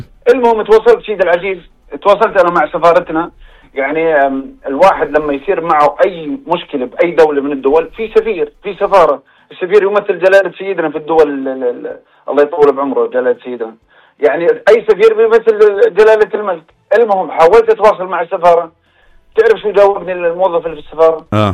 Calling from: Jordan; أنا أردني مواطن أردني مستثمر بالأردن.

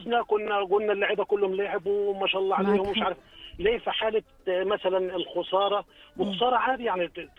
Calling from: Egypt; أنا مصري وعاشق للأردن وزوجتي أردنية

